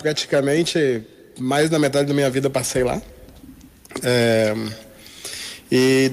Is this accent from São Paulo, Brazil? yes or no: no; Ponta Porã, Mato Grosso do Sul, Brazil; moved away; also born or lived in Buenos Aires; eu sou daqui de Ponta Porã, porém morei 30 anos fora, voltei agora pra cá.